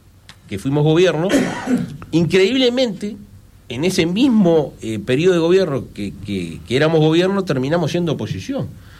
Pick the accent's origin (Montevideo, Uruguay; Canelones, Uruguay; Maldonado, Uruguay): Canelones, Uruguay; como canarios, entendíamos que algunos temas en el departamento no estaban funcionando bien